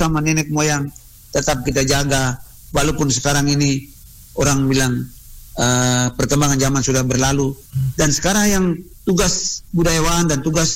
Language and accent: Indonesian; Lembata, East Nusa Tenggara, Indonesia; Spirit orang Lamaholot dan khusus di kampung kami ini